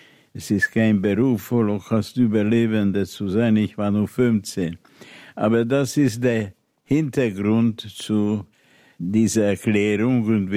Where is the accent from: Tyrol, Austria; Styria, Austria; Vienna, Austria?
Vienna, Austria; also born or lived in Budapest, Hungary; aber natürlich bin ich ein Wiener.